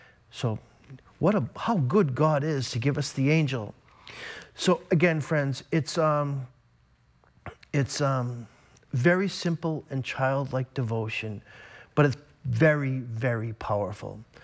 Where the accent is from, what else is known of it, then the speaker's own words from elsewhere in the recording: Boston, Massachusetts, United States; I grew up in the Boston area.